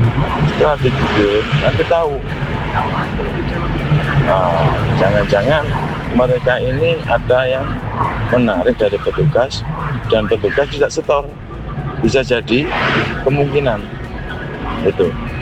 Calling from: Malang, East Java, Indonesia; Kami sebagai warga Kota Malang

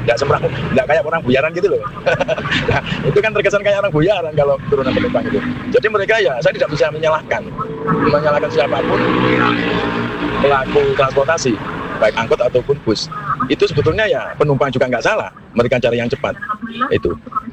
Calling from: Malang, East Java, Indonesia; Saya hanya sebagai warga Kota Malang wilayah Arjosari

